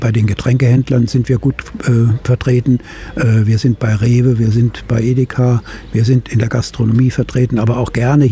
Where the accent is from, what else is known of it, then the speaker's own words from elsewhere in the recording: Bacharach, Rhineland-Palatinate, Germany; Ich komme gebürtig aus Bacharach am Rhein. Mein Vater hatte ein Weingut und ich bin praktisch bis zum Abitur mit in den Weinberg gegangen